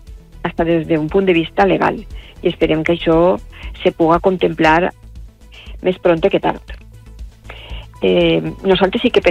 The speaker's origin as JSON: {"language": "Catalan", "town": "Catarroja", "region": "Valencian Community", "country": "Spain", "said": "per ser del meu poble, no? De Catarroja."}